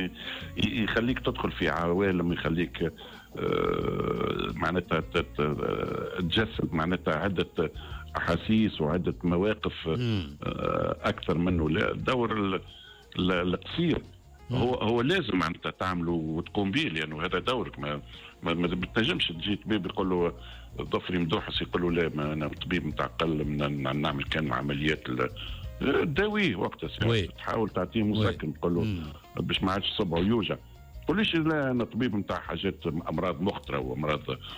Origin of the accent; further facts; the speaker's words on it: Tunisia; انا تونسي